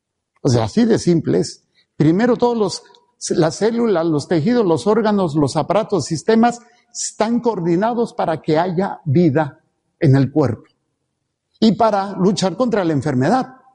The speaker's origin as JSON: {"language": "Spanish", "region": "Mexico City", "country": "Mexico", "also_born_or_lived": "Ensenada", "moved": "yes", "said": "éramos chilangos"}